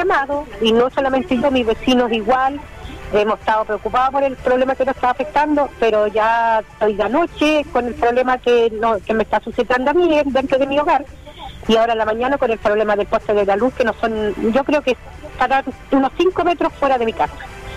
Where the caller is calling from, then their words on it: Coronel, Biobío, Chile; yo lo estoy llamando de acá, del sector de Lagunillas Verdes, de Coronel.